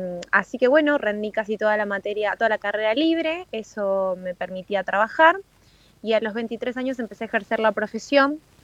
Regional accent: Verónica, Buenos Aires Province, Argentina; moved away as an adult; also born or lived in La Plata; yo soy de un pueblo que se llama Verónica, en la provincia de Buenos Aires.

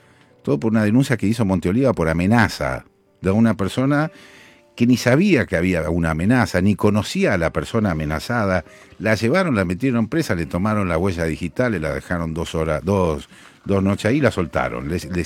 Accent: Argentina

